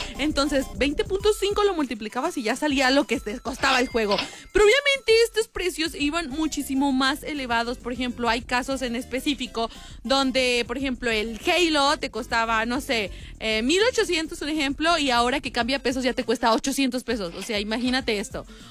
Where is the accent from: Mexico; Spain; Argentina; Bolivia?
Mexico; León, Guanajuato; accent: cantadito (León); ¿Sí creen que los leoneses tenemos el acento así cantadito